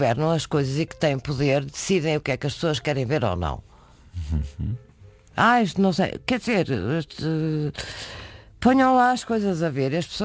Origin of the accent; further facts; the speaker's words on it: Lisbon, Portugal; born there; Lisboa, que é a terra onde eu nasci.